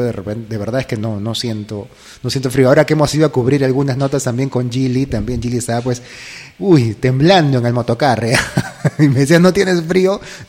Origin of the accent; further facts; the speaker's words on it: Lima, Peru; moved away; bueno, yo soy de Lima, he vivido toda mi vida en Lima